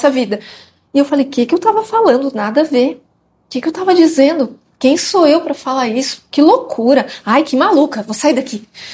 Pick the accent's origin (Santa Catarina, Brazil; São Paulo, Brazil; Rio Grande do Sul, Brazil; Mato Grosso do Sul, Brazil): Mato Grosso do Sul, Brazil; Campo Grande; now in Lisbon, Portugal; eu sou espírita e médium há mais de 40 anos, eu sou lá de Campo Grande do Mato Grosso do Sul, e minha filha veio me realizar esse desejo